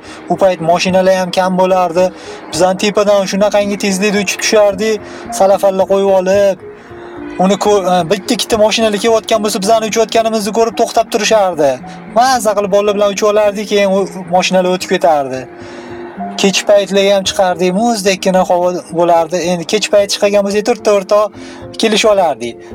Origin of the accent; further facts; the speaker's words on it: Tashkent, Uzbekistan; Men o'zi Chig'atoy Oqtepada katta bo'lganman.